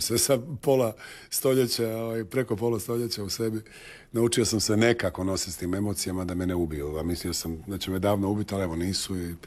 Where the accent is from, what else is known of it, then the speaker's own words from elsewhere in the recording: Zagreb, City of Zagreb, Croatia; pravo da sam veći Zagrepčanin od mnogih koji su se tu rodili, evo, iskreno. I ne volim to kad rade u mom rodnom gradu ljudima koji su došli od nekud